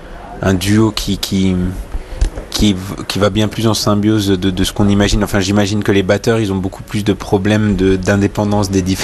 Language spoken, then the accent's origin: French; Grand Est, France; Ouais, on est Alsacien.